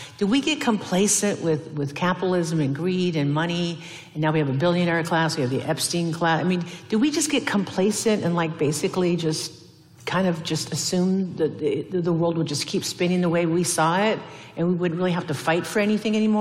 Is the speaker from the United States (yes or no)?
yes; Washington, United States; a role member of the Blackfeet Nation, born and raised on the Puyallupas, my stepdad's Yakima.